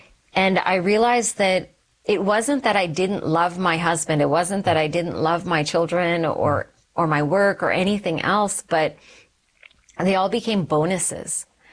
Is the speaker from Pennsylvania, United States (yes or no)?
no; Texas, United States; also born or lived in Calgary, Canada / Sri Lanka; So I was born in Canada. Okay. I was born in Calgary, and then my family shifted to the States. So I grew up in Texas for a while